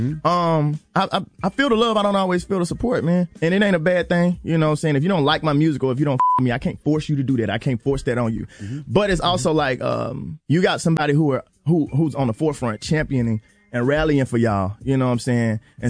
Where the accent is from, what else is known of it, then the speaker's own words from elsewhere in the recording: Jackson, Mississippi, United States; I'm from Jackson.